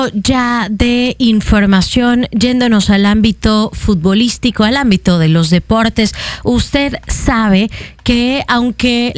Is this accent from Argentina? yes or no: no; Mexico; los recibimos muy bien aquí en nuestro país, en Tijuana.